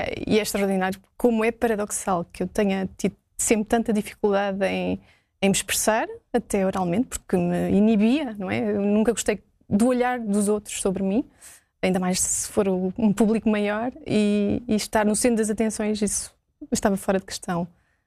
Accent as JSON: {"language": "Portuguese", "country": "Portugal", "tie": "born there", "said": "Nasci em Portugal, eu vim nascer de propósito a Portugal, porque os meus pais estavam em França"}